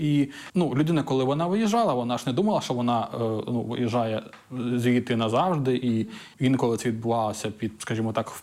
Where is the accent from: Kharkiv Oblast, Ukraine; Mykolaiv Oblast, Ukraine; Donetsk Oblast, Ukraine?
Donetsk Oblast, Ukraine; Ну, дивіться, я сам з Донецької області. Нас теж ця історія, скажімо так, стосується. Я не міг повертатися на територію Донецької області